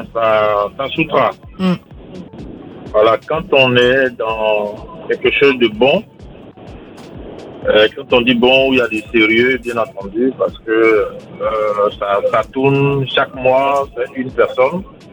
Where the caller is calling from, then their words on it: Abidjan, Côte d’Ivoire; moi je suis à Abidjan